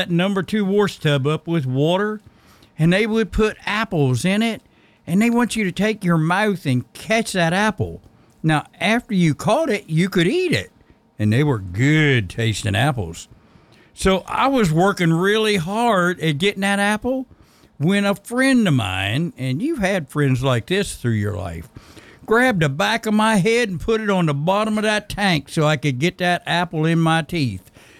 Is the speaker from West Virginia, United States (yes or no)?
yes; West Virginia, United States; I thought it was fun growing up in West Virginia.